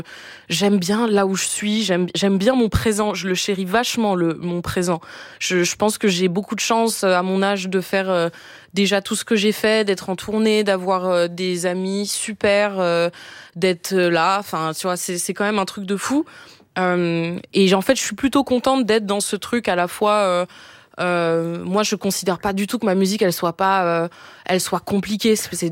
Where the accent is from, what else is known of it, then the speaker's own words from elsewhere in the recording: Switzerland; je parle très lentement, je suis suisse, donc ça vient de mes origines certainement